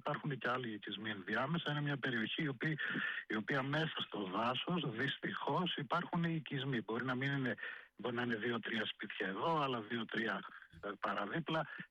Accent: Central Macedonia, Greece; Κοιτάξτε, κατάγομαι από Χαλκιδική, γνωρίζω τη συγκεκριμένη περιοχή.

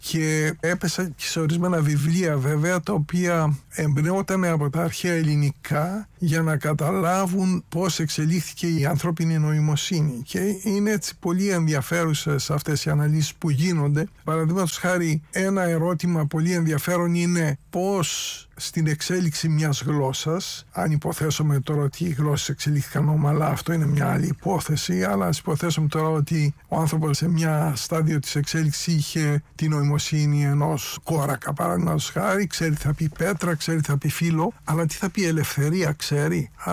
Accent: Greece; σαν Έλληνας

